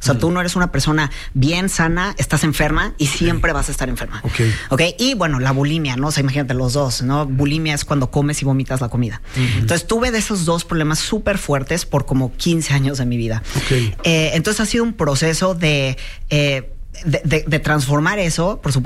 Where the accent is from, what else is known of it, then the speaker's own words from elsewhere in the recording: Mexico; born there; vengo, nací en México, por supuesto, y mi mamá, de pueblo, nunca aprendió a hablar inglés